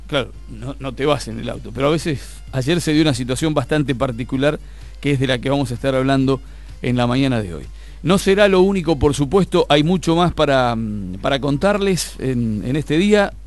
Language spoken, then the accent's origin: Spanish; Argentina; nosotros que somos argentinos